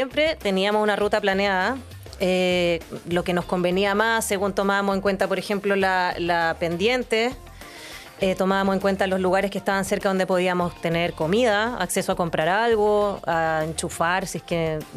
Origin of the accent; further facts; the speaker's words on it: Chile; Renata y yo somos chilenas.